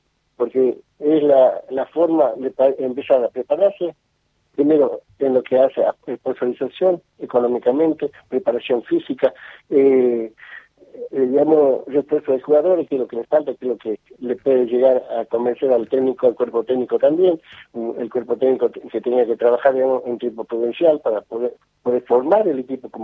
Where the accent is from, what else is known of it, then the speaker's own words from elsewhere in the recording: Güemes, Salta, Argentina; Sí veo, por ejemplo, que yo, como soy de Güemes, estuve mirando tanto San Antonio como hay un club, no me acuerdo cuál es, de Güemes, que tiene que ir a Pocitos.